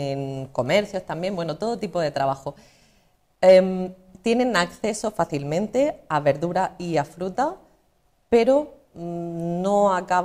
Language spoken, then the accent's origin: Spanish; El Ejido, Andalusia, Spain; yo vengo de una pedanía del Ejido, de La Noria